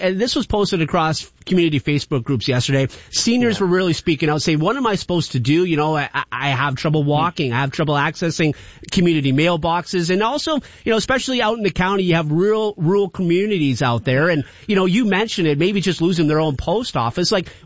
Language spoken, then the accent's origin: English; Sudbury, Ontario, Canada; I mentioned I grew up in Sudbury. We had it up there. I mean, that was 30 years ago.